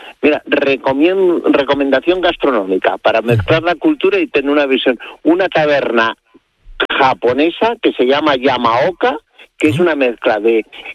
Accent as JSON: {"language": "Spanish", "town": "Madrid", "region": "Community of Madrid", "country": "Spain", "said": "Yo siempre digo que el Escorial, a los que somos de Madrid, como está aquí al lado, no lo valoramos."}